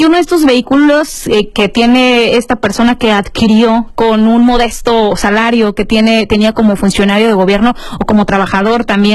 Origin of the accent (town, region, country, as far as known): Mexico